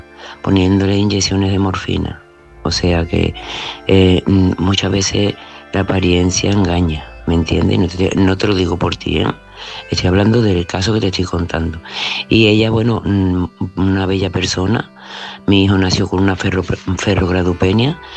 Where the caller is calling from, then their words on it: Seville, Andalusia, Spain; de Sevilla.